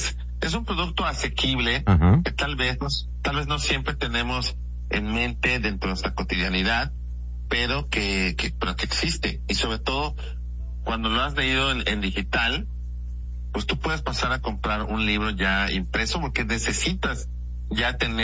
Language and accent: Spanish; Mexico; al menos como mexicano, en España